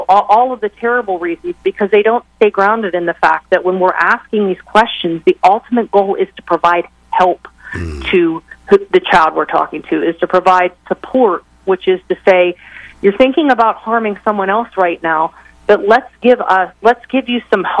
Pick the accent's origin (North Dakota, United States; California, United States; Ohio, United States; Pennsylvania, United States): Pennsylvania, United States; Pittsburgh; I'm from Pittsburgh